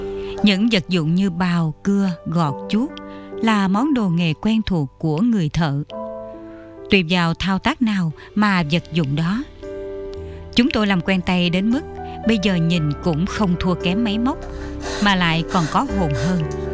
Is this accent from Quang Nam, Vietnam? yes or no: no; An Giang, Vietnam; Tôi được sinh ra ở vùng Chợ Mới, An Giang.